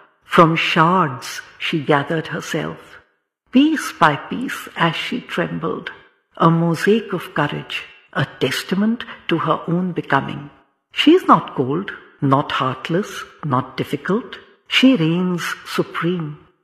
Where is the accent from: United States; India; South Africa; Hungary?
India; Delhi; I was born and brought up in Delhi. And I came to All India Radio when I was just 13.